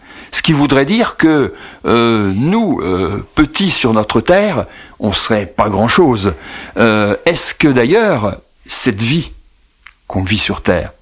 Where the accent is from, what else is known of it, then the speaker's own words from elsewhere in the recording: Nevers, Bourgogne-Franche-Comté, France; Je suis de Nevers de Cise, Sainte-Bernadette est là-bas, voilà.